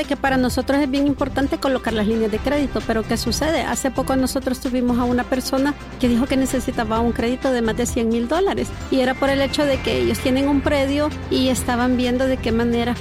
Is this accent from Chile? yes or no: no; El Salvador